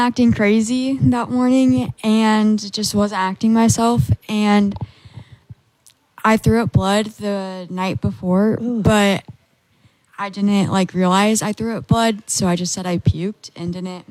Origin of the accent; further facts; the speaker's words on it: Marengo, Iowa, United States